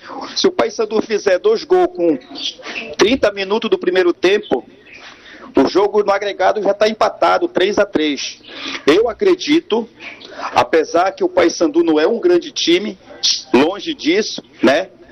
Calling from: Florianópolis, Santa Catarina, Brazil; aqui em Santa Catarina, Florianópolis.

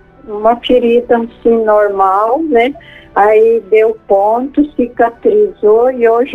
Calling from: Sarandi, Paraná, Brazil; De Sarandi, Paraná.

